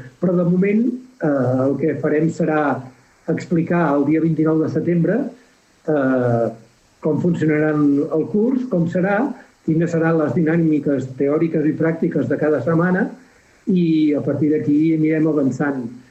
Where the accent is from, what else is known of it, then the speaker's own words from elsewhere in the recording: Camprodon, Catalonia, Spain; moved away as an adult; also born or lived in Barcelona; de Camprodon. Vaig néixer a Camprodon, als quatre cantons. El que passa que vaig estudiar fora. Quan vaig acabar la carrera de Filologia, em vaig posar a treballar a Barcelona